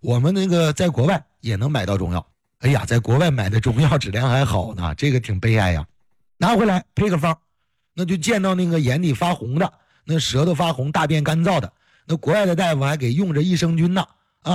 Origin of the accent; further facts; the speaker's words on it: China; 骄傲的是什么？是我生长在中华呀，生长在中国呀，土生土长的中国人呢、啊。